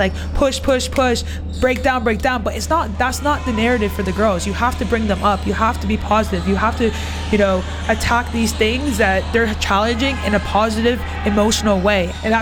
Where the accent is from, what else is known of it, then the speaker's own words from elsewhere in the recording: Canada; moved away as an adult; now in United Kingdom; So I'm originally from Canada. My dad is actually from the UK